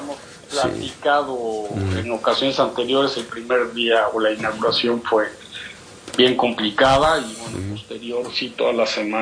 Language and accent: Spanish; Mexico; como país, como mexicanos